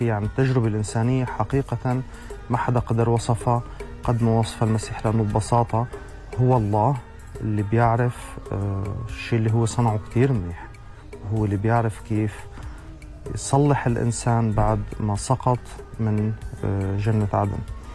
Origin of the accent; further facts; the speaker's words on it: Syria; now in Europe; أنا سوري، مقيم حاليا في أوروبا ومؤمن بالمسيح من قرابة 7 سنوات.